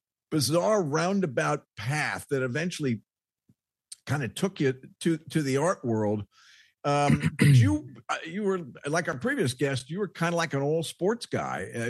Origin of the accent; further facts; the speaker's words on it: Connecticut, United States; when I was growing up in Connecticut